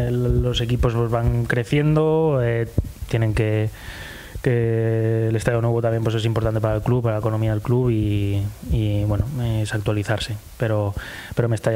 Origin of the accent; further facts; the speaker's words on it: Valencia, Valencian Community, Spain; moved away; Al final yo soy valenciano